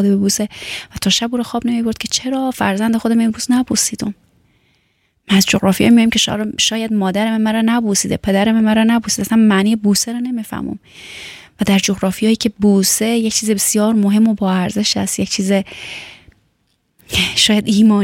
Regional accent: Afghanistan; moved away as an adult; now in Germany; من از افغانستان هستم

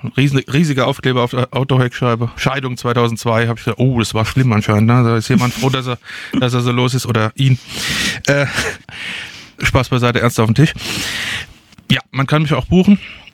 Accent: Darmstadt, Hesse, Germany; ich bin ja in Darmstadt geboren und aufgewachsen.

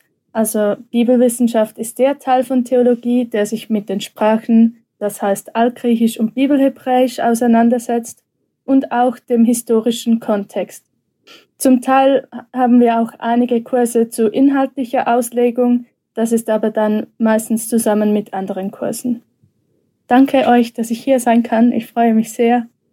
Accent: Switzerland; accent: Swiss; Ich komme aus der Schweiz, was ihr vielleicht an meinem Akzent hören könnt. Und ich bin als Pastorenkind in einer Krishona, respektive heute Viva-Kirche, aufgewachsen.

